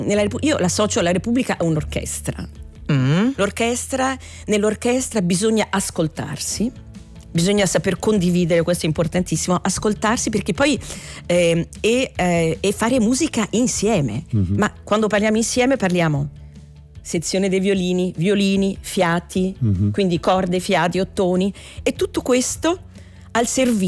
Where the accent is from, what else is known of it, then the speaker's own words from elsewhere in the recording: Rome, Lazio, Italy; moved away as an adult; però sono nata a Roma, sono cresciuta a Roma, poi certo a 19 anni ho preso il volo.